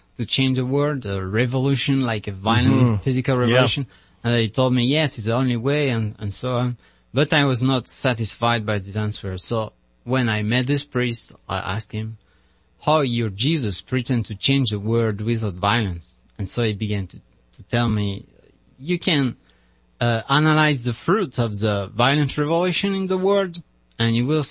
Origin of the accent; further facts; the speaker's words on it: France; English is a second language; moved away as an adult; now in United States; So I'm a French friar.